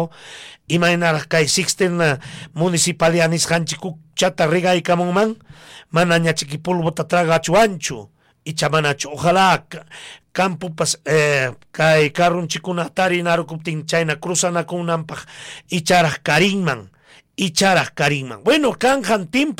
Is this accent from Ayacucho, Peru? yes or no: yes; Coracora, Ayacucho, Peru; Es mi tierra, coracora, a lo mejor este temita dedicado con todo sentimiento para todos ustedes, mis queridos amigos